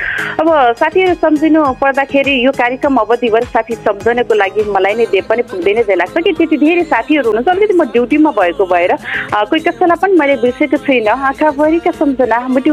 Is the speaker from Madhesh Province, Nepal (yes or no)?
yes; Sarlahi, Madhesh Province, Nepal; मेरो सर्लाही हो होइन, र सर्लाही जिल्ला हरियन हो, र एकदमै त्यहाँ बढी चाहिँ हाम्रो उखु खेती हुन्छ